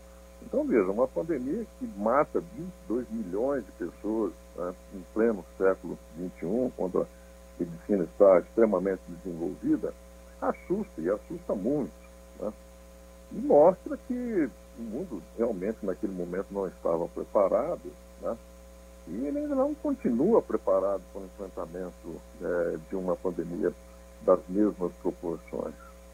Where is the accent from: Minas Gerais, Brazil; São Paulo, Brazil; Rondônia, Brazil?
São Paulo, Brazil; Batatais; moved away; also born or lived in Ribeirão Preto; Não sou de Ribeirão, sou de Batatais, mas toda a minha vida profissional foi feita em Ribeirão Preto.